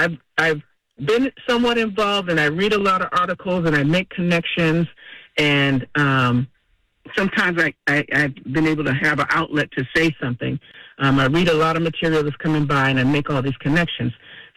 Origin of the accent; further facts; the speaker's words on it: Boston, Massachusetts, United States; I grew up all over Boston. Started out in Roxbury, then in South End, then over Huntington Avenue, Castlegate